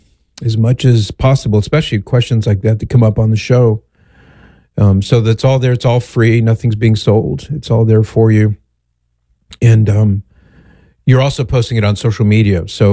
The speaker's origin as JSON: {"language": "English", "town": "Mission Viejo", "region": "California", "country": "United States", "tie": "born or raised there", "said": "Yeah, that's right. I grew up in Mission Viejo, just down the street from you."}